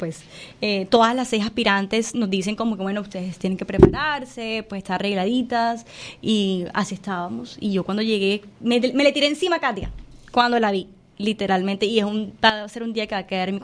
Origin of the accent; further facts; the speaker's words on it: Barranquilla, Atlántico, Colombia; como colombianos, como barranquilleros, ver desde otra perspectiva sus necesidades